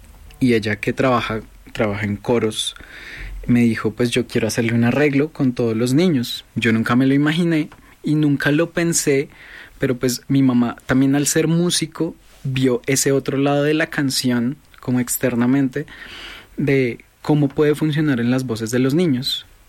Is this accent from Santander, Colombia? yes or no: no; Bogotá, Bogotá Capital District, Colombia; born there; uno de mis pasatiempos favoritos de chiquito era elevar cometa en la Virgilio Barco.